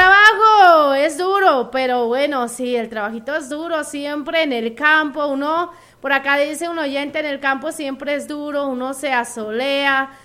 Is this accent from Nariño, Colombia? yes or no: yes; Pasto, Nariño, Colombia; Si acá somos pastusos.